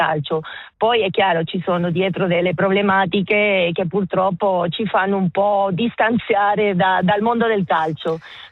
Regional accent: Spain; Italian is a second language; moved away; per me come spagnola che abita all'estero

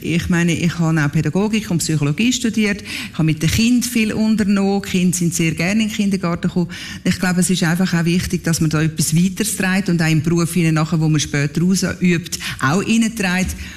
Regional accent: Schwyz, Switzerland; Also wir sind wohlbehütet in Schweiz am Hauptplatz aufgewachsen. Es war vis-à-vis das Rathaus, wir im Patrizierhaus, gerade vis-à-vis.

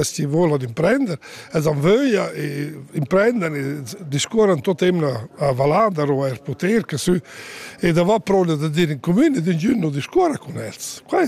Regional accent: Zuoz, Graubünden, Switzerland; Sono cresciuto in potere, a Zuaz, tutta la scuola è in potere

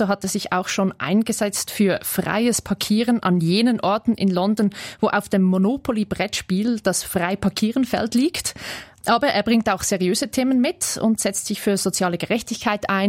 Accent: Switzerland; sicher sagen, dass Humor in der britischen Politik einen viel höheren Stellenwert hat als zum Beispiel bei uns in der Schweiz.

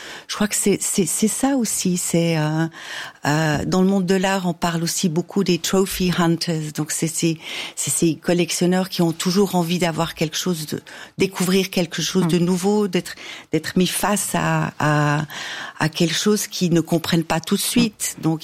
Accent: Neuchâtel, Switzerland; Malheureusement pas, alors que je suis de Neuchâtel.

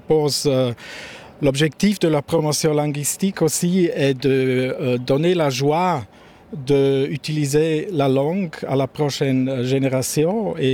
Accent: Rueras, Graubünden, Switzerland; De cette région où nous sommes maintenant, de la Surselve, de Rueres.

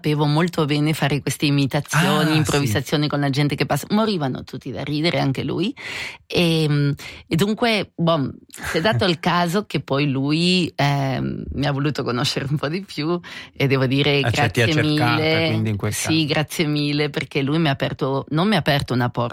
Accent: Argentina; Italian is a second language

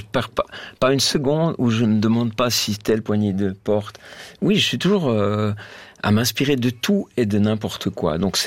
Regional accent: Switzerland; Mais je suis suisse

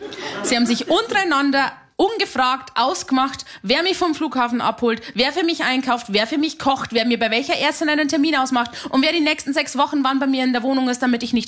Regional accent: Haunersdorf, Bavaria, Germany; moved away; Ich bin aus einem sehr, sehr kleinen Ort in Niederbayern. Ich bin aus Haunersdorf bei Simbach, bei Landau an der Isar. Das sind 3 Orte und ein Fluss und ihr wisst nicht grob, wo das ist. Da bin ich her, da wohnen 500 Menschen

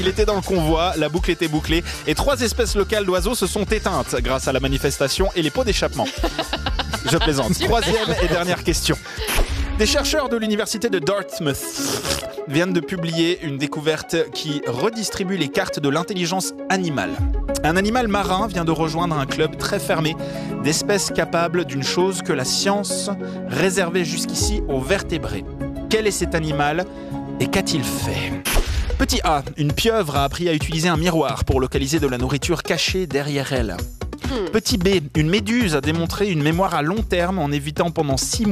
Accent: Spain; Alors, moi je suis espagnol et ils ont pas de ventouses, ok?

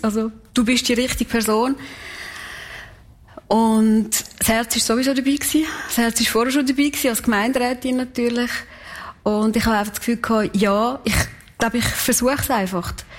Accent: Kaltbrunn, St. Gallen, Switzerland; born or raised there

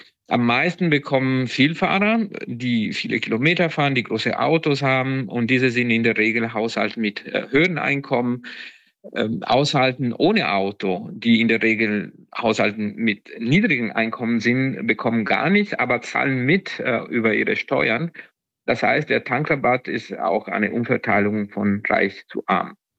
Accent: Italy; moved away; Ja, ich bin Italiener

